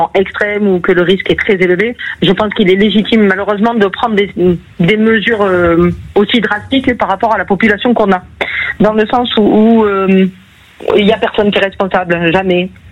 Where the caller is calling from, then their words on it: Nîmes, Occitanie, France; Moi, je suis de Nîmes, j'ai déjà été évacuée par rapport à un incendie.